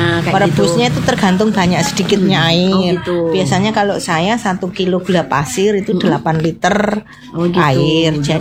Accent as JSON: {"language": "Indonesian", "town": "Banjarasri", "region": "Special Region of Yogyakarta", "country": "Indonesia", "said": "saya dari KWT Taman Rezeki, Pedukuhan Paras, Banjarasri, Kalibawang, Kulon Progo."}